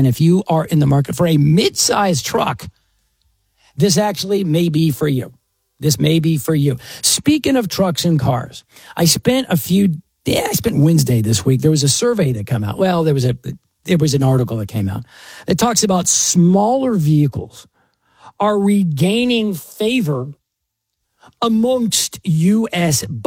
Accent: Dallas, Texas, United States; born or raised there

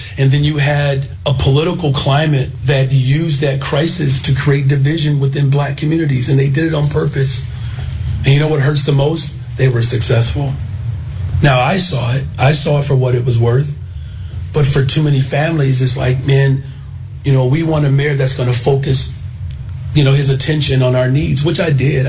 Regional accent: Chicago, Illinois, United States; as a Chicagoan, especially as a black Chicagoan, if that's the only coverage that you are experiencing

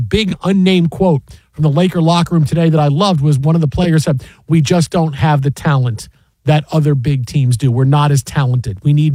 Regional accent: New York, United States; And I grew up in New York, but I left and I moved back and I left and I moved back.

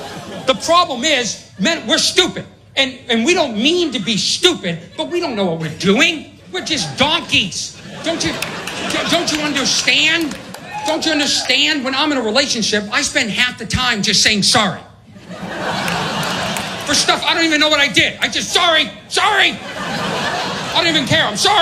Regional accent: East Coast, United States; I'm from the East Coast. I don't know how to act when the ground and everything starts shaking.

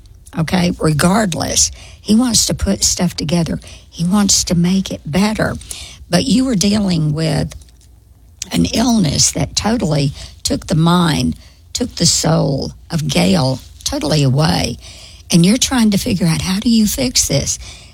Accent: Arkansas, United States; And I'm from Arkansas.

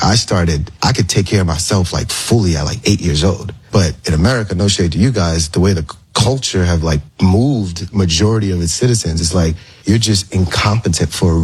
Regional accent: United States; born there; I was born here, but my parents aren't from here. My grandma raised me and she didn't speak English. So at home was Haiti.

